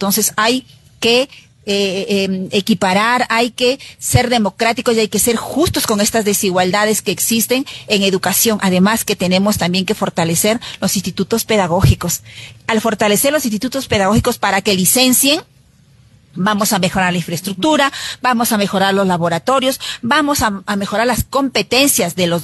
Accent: Quiruvilca, La Libertad, Peru; una mujer, hija del Ande, porque soy de Quirubilca

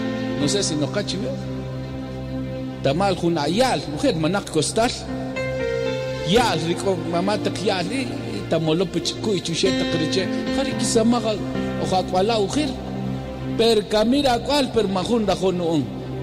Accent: Quetzaltenango, Guatemala; Yo crecí en Shela, 10 en Jnab, Shine Quetzaltenango.

